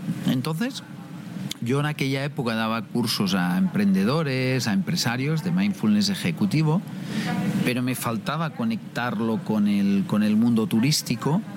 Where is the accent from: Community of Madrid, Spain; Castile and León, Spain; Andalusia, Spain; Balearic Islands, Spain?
Balearic Islands, Spain; Menorca; moved away; Yo soy de Menorca